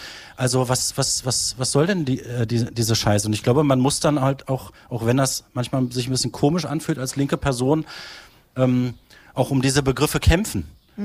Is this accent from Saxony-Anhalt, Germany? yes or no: yes; Halberstadt, Saxony-Anhalt, Germany; Halberstadt ist meine Heimat, ich bin hier aufgewachsen, ich kenne hier fast jeden Winkel